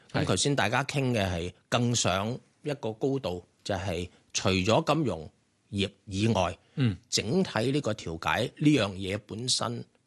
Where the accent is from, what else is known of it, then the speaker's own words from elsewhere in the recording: China; 即系因为我哋中国人，我哋叫东方智慧系以和为贵啊嘛。